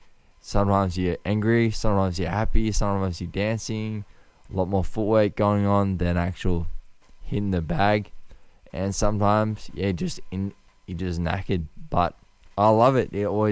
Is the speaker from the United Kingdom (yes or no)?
no; Australia; I am Australian